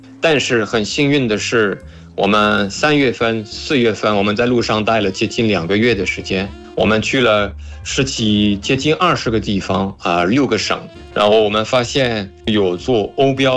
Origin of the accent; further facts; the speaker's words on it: France; Chinese is a second language; moved away as an adult; now in China; 我作为一个法国人，